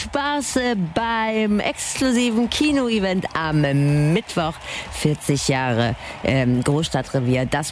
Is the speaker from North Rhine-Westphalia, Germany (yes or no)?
yes; North Rhine-Westphalia, Germany; So sind wir aus dem Ruhrgebiet, ne?